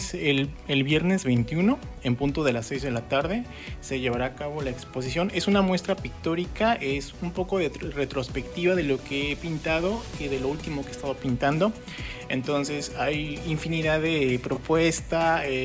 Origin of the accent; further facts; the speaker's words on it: Gutiérrez Zamora, Veracruz, Mexico; moved away as an adult; now in Xalapa, Mexico; Así es. Soy de Gutiérrez Zamora. Nací en el 91. Y bueno, pues... después me mudo a la ciudad de Jalapa en el 2010 porque, bueno, terminó la prepa y pues me fui a buscar oportunidades.